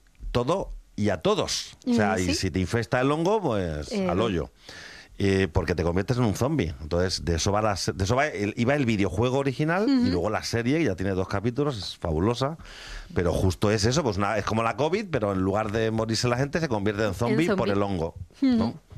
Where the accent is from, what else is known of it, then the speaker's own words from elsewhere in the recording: Extremadura, Spain; Es un poco la mejor representación de lo que somos los extremeños, ¿no? Aquí en el suroeste.